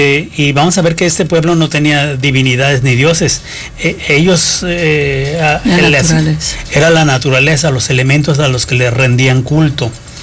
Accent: San Luis Potosí, Mexico; moved away as an adult; now in Rioverde, Mexico; yo no nací aquí. Yo principalmente me crié en San Luis Potosí.

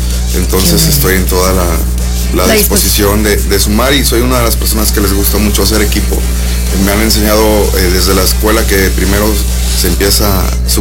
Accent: Huasteca, Mexico; como somos de la Huasteca nosotros dos

